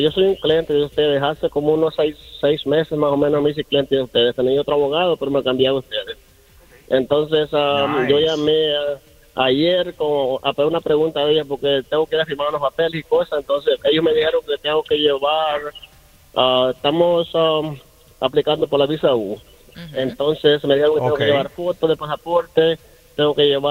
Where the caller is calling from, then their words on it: Nassau County, Long Island, New York, United States; yo vivo en Long Island, en Nassau